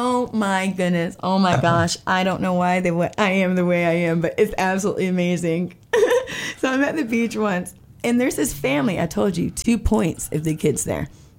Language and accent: English; St. Petersburg, Florida, United States; I'm from St. Pete. St. Pete, shout out.